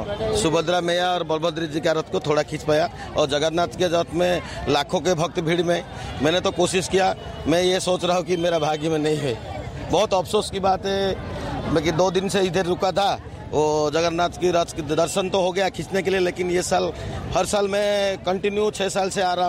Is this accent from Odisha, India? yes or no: yes; Odisha, India; जी मैं गंजाम जिला से हूँ, यहाँ से लगभग 200 किलोमीटर दूरी है।